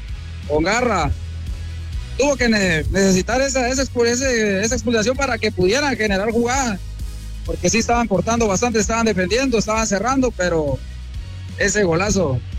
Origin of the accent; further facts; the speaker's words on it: Guatemala Department, Guatemala; sentimiento grande, chapín, ahí sí que guate, se lleva en el corazón.